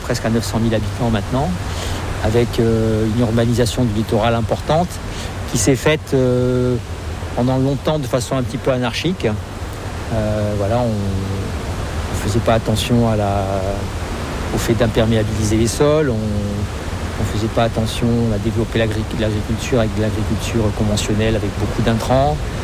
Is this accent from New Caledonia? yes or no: no; Madagascar; born there; moved away; also born or lived in Réunion; Moi, je suis né à Madagascar.